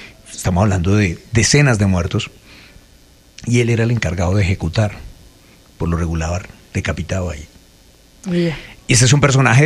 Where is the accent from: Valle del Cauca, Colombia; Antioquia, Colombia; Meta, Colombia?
Meta, Colombia; Mapiripán; moved away; Y precisamente yo que vengo de Maperipán y salí después de la masacre